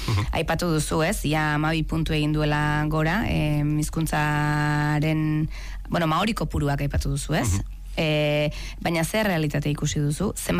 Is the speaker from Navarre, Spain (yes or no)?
no; Basque Country, Spain; Euskal Herretik nator, gukera hizkuntza, ez? Minorizatu batean bizi gara gu ere